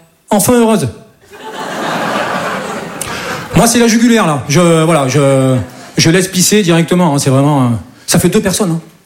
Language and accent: French; Southern France, France; now in Paris, France